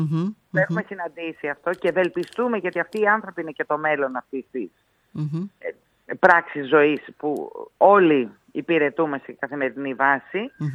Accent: Greece; είμαστε Έλληνες όλοι

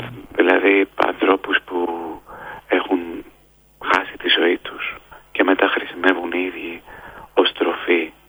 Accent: Missolonghi, Western Greece, Greece; Όταν ήμουν μικρός και ήμουν στο Μεσολόγιο, η αδερφή μου μου τραγουδούσε κατά προτροπή του πατέρα μου τη … και έτσι μεγάλωσα με αυτό το τραγούδι

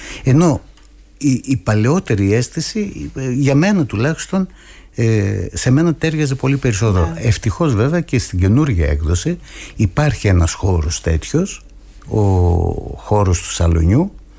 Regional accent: Egypt; ως Έλληνας της Αιγύπτου.

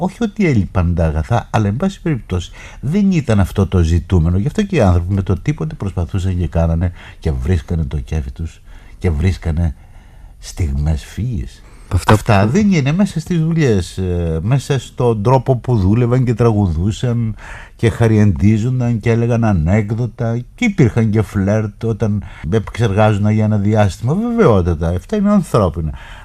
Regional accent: Central Macedonia, Greece; born there; από τα παιδικά μου χρόνια στο χωριό, όταν έρχονται τα γρυβάδια και οι γουλιανοί από την Κερκίνη.

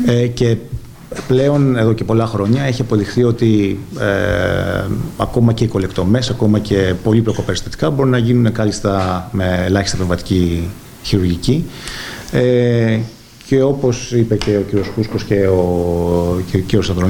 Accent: Lesbos, North Aegean, Greece; moved away; από την πατρίδα μου

